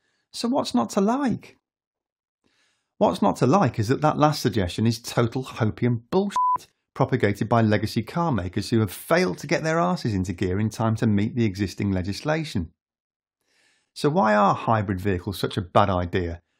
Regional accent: United Kingdom; And I'm British, you know.

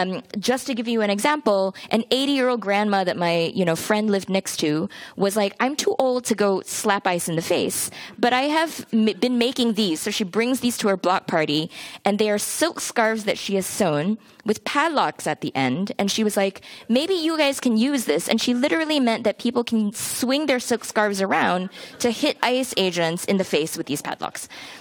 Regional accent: California, United States; As a Californian

